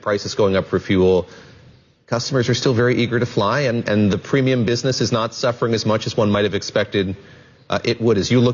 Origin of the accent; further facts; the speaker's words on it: North Carolina, United States; Oh, yes. I grew up in North Carolina, the great state of North Carolina.